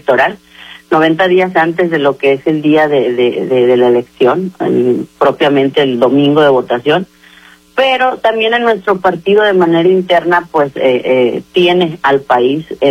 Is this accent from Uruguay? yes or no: no; Ahome, Sinaloa, Mexico; nacida aquí en Ahome, aquí he estudiado, aquí he crecido, es mi tierra